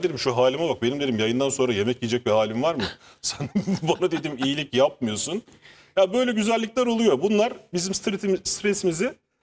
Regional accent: Ankara, Turkey; born or raised there

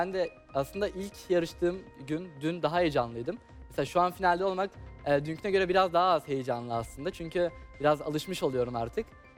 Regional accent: Adana, Turkey; moved away as an adult; now in Istanbul, Turkey; 2000 Adana doğumluyum. Doğumluyum Adana'lıyım. Aslen Diyarbakırlıyım. Annem babam Diyarbakırlı. Liseye kadar, üniversiteye kadar daha doğrusu Adana'da okudum. Daha sonra üniversiteyi kazanmakla birlikte İstanbul'a geldim.

